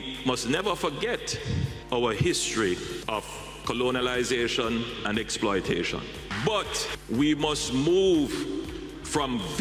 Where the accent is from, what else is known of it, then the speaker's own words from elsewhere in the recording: Jamaica; Maybe it is just the exceptional ambition being a Jamaican, but I truly believe we have all the characteristics and assets to achieve that ambition.